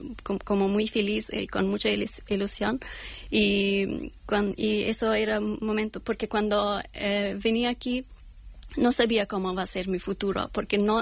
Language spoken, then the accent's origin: Spanish; Afghanistan; Spanish is a second language; now in Spain; no soy de aquí y no soy de Afganistán ahora, como, pero siempre Afganistán es mi hogar